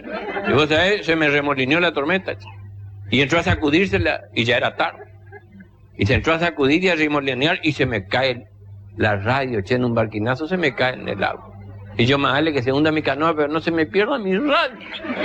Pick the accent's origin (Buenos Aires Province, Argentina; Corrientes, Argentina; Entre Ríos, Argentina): Corrientes, Argentina; Y soy solo ahí. Y ahí soy bien correntino y bien argentino en el medio del río.